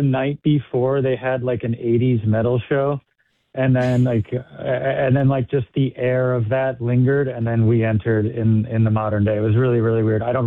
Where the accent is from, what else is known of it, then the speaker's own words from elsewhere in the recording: New Jersey, United States; So I grew up right outside of Philly in South Jersey.